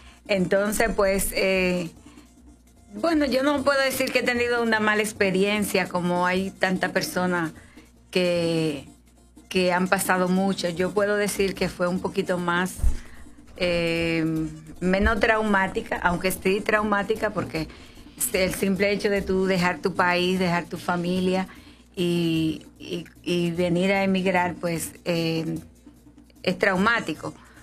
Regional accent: Dominican Republic; moved away as an adult; now in Puerto Rico; como todas dominicanos que llegamos acá, venimos con un sueño. Primero yo vine pensando que mi estadía iba a ser un poquito corta aquí en Puerto Rico

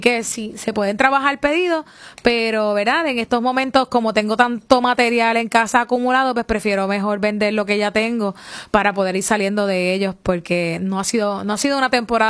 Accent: Puerto Rico; yo soy puertorriqueña.

